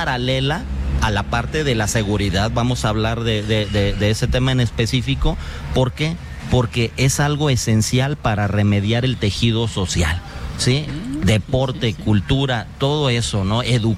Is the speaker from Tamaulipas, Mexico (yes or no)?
no; Irapuato, Guanajuato, Mexico; es algo que nos hace sentirnos orgullosos de ir a cualquier parte del país y que, ¡ay, soy de Irapuato!